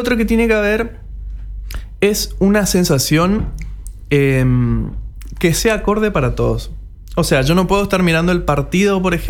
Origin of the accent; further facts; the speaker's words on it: Argentina; Somos todos argentinos.